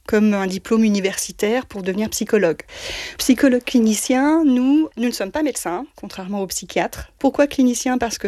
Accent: Vannes, Brittany, France; je suis psychologue clinicienne psychothérapeute, j'ai 52 ans et je suis de Vannes.

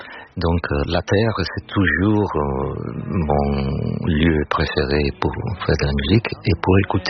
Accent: Sardinia, Italy; born there; moved away; Je viens de la Sardaigne, en fait, cette petite île très rurale.

